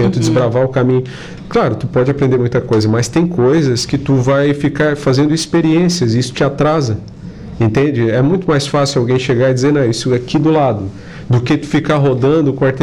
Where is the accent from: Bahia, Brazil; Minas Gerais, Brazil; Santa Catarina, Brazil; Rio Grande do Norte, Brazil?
Santa Catarina, Brazil; Criciúma; Eu sou de Criciúma.